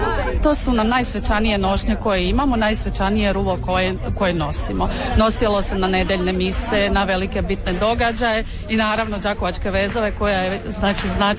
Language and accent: Croatian; Gorjani, Osijek-Baranja County, Croatia; dolazim iz Gorjana, skuda Gorjanac.